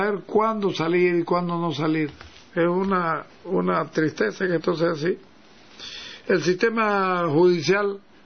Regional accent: Bolivia; sí somos los bolivianos

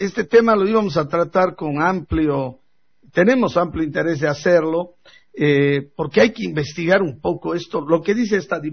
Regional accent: Bolivia

